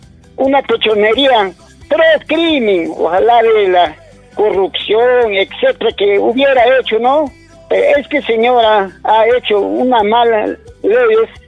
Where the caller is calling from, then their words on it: Pira, Ancash, Peru; acá si quiere en Pira, somos 4,000 tantos